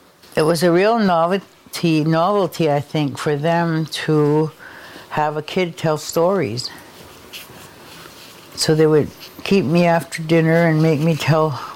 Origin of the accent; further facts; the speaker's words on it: Haida Gwaii, British Columbia, Canada; first language Haida; English is a second language; I've lived here my whole life. When I was a kid, my dad and them had a house here.